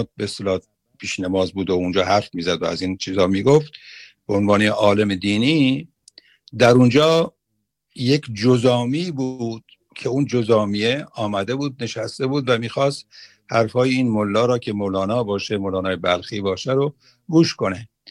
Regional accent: Iran; من به عنوان یک ایرانی قدرشناس شهبانو زادوشون رو به خودشون، به خاندان ایشون و به ملت ایران شاد باش میگم.

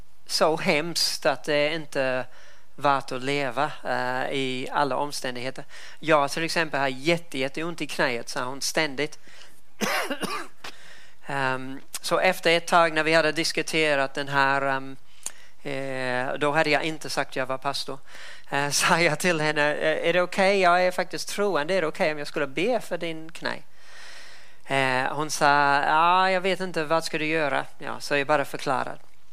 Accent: New Zealand; now in Sweden; mitt hemland Nya Zeeland

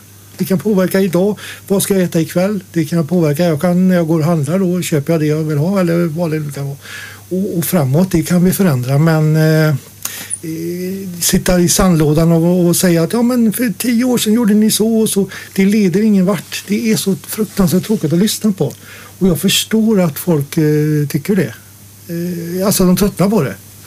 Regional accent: Dingle, Västra Götaland County, Sweden; jag är född i Dingle med metropolen. Men vi hade väl kanske 900 personer eller 1000 invånare. Och jag är uppväxt på en liten skola.

